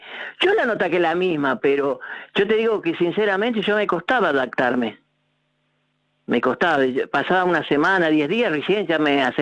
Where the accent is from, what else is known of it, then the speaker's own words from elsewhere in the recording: Buenos Aires, Argentina; Me considero porteño.